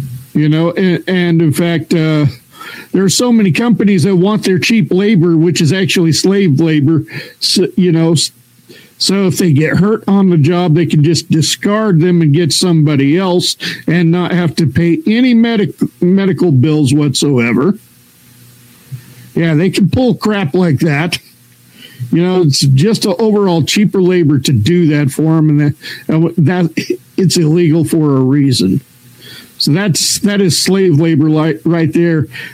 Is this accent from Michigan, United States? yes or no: no; Idaho, United States; also born or lived in California; I know I lived in California, but I was born and raised in Idaho.